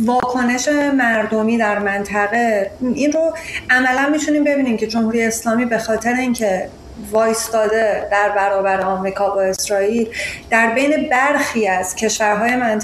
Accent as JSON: {"language": "Persian", "country": "Iran", "moved": "yes", "lives_now": "United States", "said": "حتی اینجا در آمریکا، من بعضی وقتا وقتی به عنوان ایرانی دارم با یک کسی از کشورهای حاشیه حرف می‌زنم و فکر می‌کنن که من ایرانی، می‌فهمن که من ایرانیم،"}